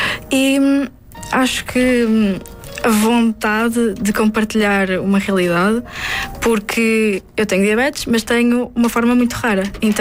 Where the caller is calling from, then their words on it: Gondomar, Norte, Portugal; Sou de Gondomar.